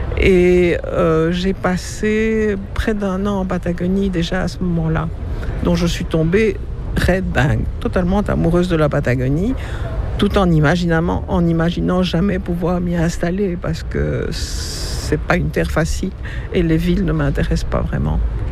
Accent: Belgium; born there; Alors, je suis née en Belgique, un petit peu par accident, je crois, parce qu'une très grande partie de ma famille est argentine.

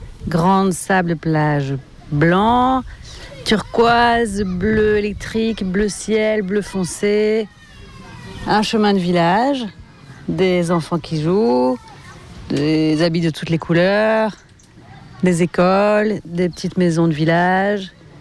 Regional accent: Belgium; also born or lived in Barcelona, Spain; Avant de quitter la Belgique, j'ai quitté l'Espagne parce que je suis née à Barcelone. Après, on a vécu en Belgique longtemps

